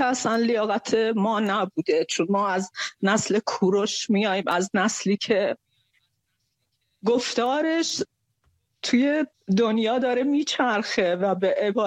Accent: Khuzestan, Iran; با این حال که خودم خوزستانیم، خیلی از فامیلام تو خوزستانن

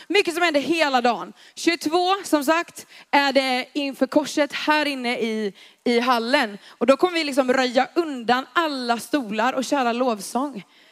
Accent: Växjö, Kronoberg County, Sweden; now in Varberg, Sweden; Nej, i grund och botten är jag från Växjö faktiskt.

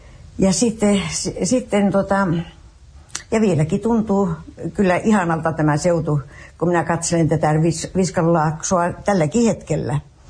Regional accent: North Ostrobothnia, Finland; moved away as an adult; also born or lived in Oulu, Finland / Fritsla, Sweden; now in Sweden; Minä olen syntynyt Suomessa Ylitanjassa, siellä Pohjois-Suomessa. Kilometri oli vain Putasjärven rajalle siitä, että se on aika pohjoista.

